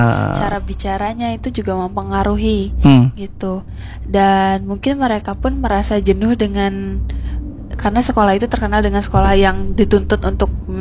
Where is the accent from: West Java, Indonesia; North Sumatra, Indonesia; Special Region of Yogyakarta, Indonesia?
West Java, Indonesia; Purwakarta; born there; munculnya di tempat aku lahir di Kabupaten Purwakarta.